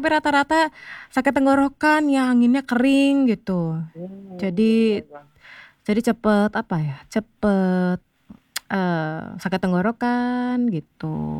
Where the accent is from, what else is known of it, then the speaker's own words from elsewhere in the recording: Bali, Indonesia; Dari Bali saya.